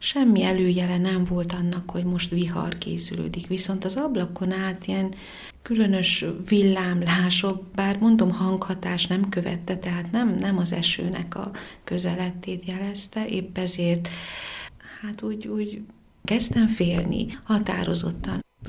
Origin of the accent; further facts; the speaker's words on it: Zalău, Sălaj, Romania; abban a városban, ahol születtem és gyerekkoromat is töltöttem, Zilahon